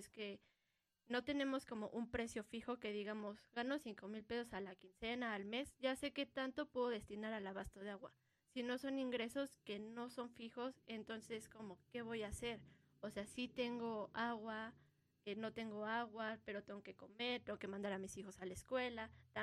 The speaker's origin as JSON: {"language": "Spanish", "town": "Ecatepec", "region": "State of Mexico", "country": "Mexico", "said": "yo cuando he dicho que soy de Ecatepec, siempre alguien hace una broma de, ay no, ahí matan, o justo como cuando conoces a gente de la ciudad y es, ah, sí, yo vivo en Ecatepec"}